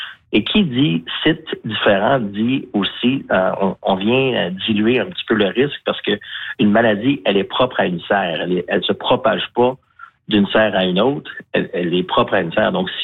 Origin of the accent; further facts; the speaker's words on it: Sainte-Croix, Quebec, Canada; je salue tous les gens de la Grande Capitale, ma ville natale de Sainte-Croix. Oh. Je suis très rattaché.